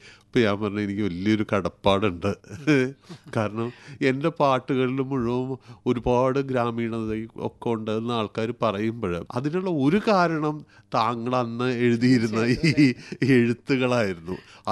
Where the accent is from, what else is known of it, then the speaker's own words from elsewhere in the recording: Kochi, Kerala, India; എറണാകുളത്തെ കലൂരാണ് ഞാൻ ജനിച്ചതും വളർന്നതും എല്ലാം. കലൂരല്ല അന്ന് കേരളത്തിലെ ഏതു ഗ്രാമം പോലെ തന്നെ ആയിരുന്നു.